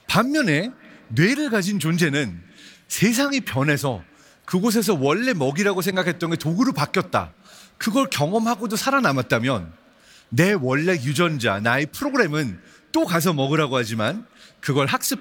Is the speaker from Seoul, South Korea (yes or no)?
yes; Seoul, South Korea; born there; also born or lived in Germany